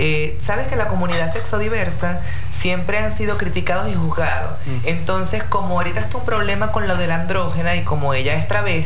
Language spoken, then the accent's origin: Spanish; Monagas, Venezuela